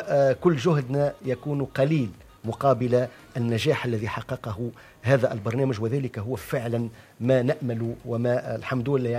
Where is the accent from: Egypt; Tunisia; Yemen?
Tunisia; فهذا شرف لنا كتونسيين وكمثقفين